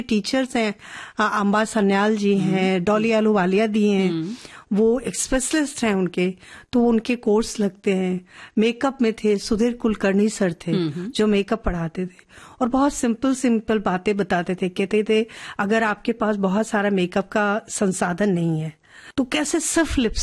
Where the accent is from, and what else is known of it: Bihar, India; moved away